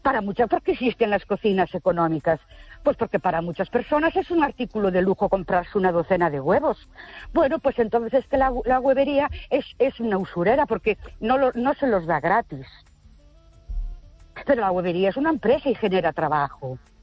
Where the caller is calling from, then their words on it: Ourense, Galicia, Spain; de Ourense.